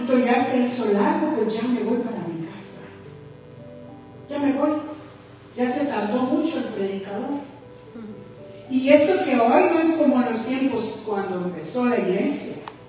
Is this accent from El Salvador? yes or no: yes; El Salvador; de donde yo soy, El Salvador